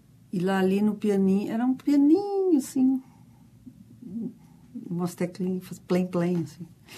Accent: Nova Prata, Rio Grande do Sul, Brazil; also born or lived in Caxias do Sul / Porto Alegre; Aí, eu sou de Nova Prata.

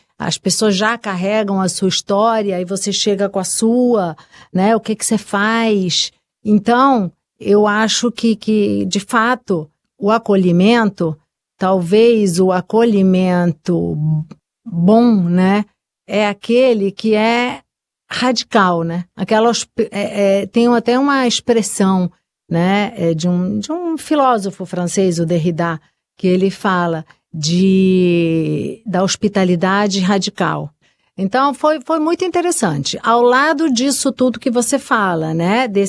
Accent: Maceió, Alagoas, Brazil; born there; also born or lived in Montevideo, Uruguay

